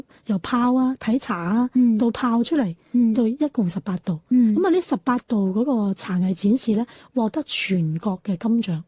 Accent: Guangzhou, Guangdong, China; 亲朋好友见面饮茶，尤其系我哋广州人嘅。饮早茶、饮下午茶、饮夜茶

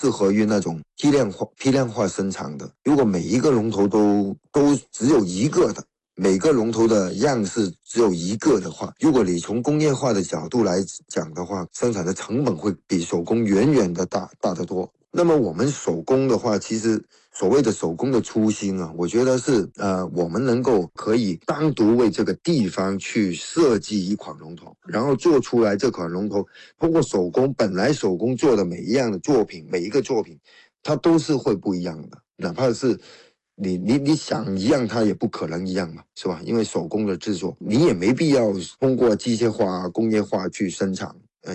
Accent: Guangdong, China

